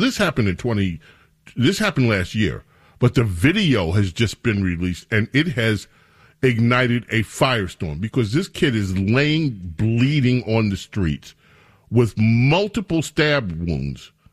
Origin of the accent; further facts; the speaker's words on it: New York City, New York, United States; I'm from Queens. I'm from the place that this guy represents.